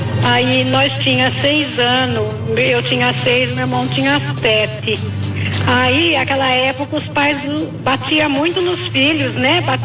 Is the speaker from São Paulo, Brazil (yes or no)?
yes; Penápolis, São Paulo, Brazil; born there; now in Jundiaí, Brazil; Penápolis.